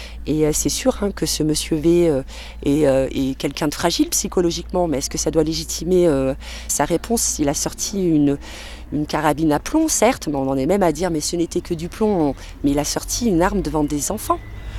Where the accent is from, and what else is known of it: Espaly-Saint-Marcel, Auvergne-Rhône-Alpes, France; born or raised there; now in Le Puy-en-Velay, France